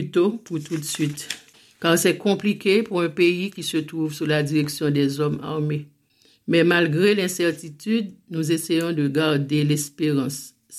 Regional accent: Cabaret, Ouest, Haiti; moved away as an adult; also born or lived in Port-au-Prince; now in France; Les 4 premières sœurs sont arrivées dans ma paroisse à Cabaret.

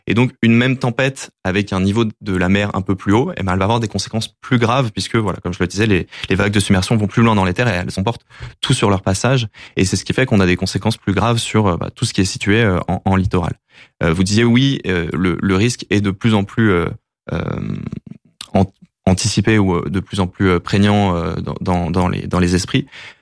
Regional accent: the Alps, France; Moi, je peux en parler personnellement. Je viens des Alpes.

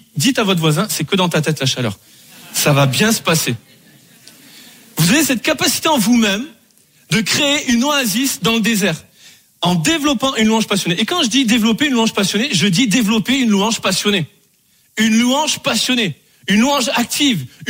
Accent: Bordeaux, Nouvelle-Aquitaine, France; je pensais que tout le monde allait connaître de là où je venais à cause de Bordeaux

